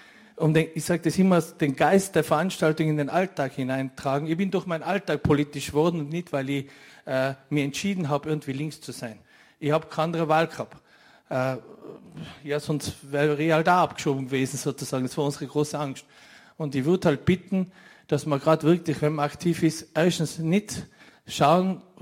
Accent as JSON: {"language": "German", "country": "Austria", "said": "habe ich gesagt, schau, ich bin Österreicher."}